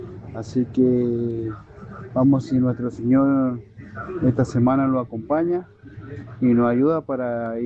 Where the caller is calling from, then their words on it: Las Heras, Mendoza, Argentina; nosotros somos de La Acera, de parte del Plumerillo. Estamos en la calle Dorrego y Lisandro Moyano.